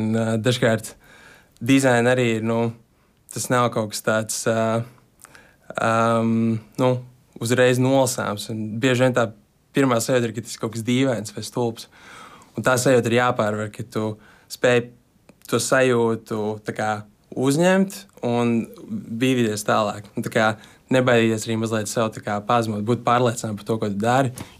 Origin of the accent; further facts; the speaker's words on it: Riga, Latvia; moved away as an adult; now in Zurich, Switzerland; man Latvija, mans mājas, tas ir no kurienes es nāku, un es vienmēr šiem braucu atpakaļ, mēs abi ar sievas no šeienes, no Rīgas.